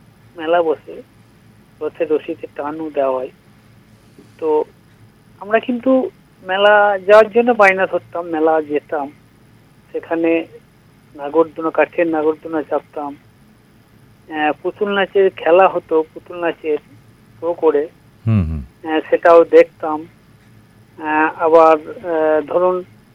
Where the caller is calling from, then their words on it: Purba Bardhaman, West Bengal, India; আমি পশ্চিমবঙ্গের পূর্ব বর্ধমান থেকে